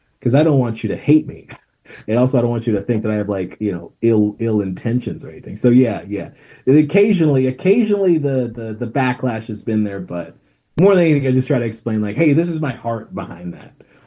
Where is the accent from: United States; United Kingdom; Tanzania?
Tanzania; I'm from Tanzania, East Africa